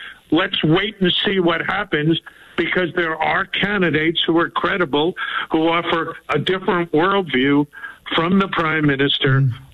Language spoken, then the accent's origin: English; United States; And I say this not as a Democrat. I say this as an American.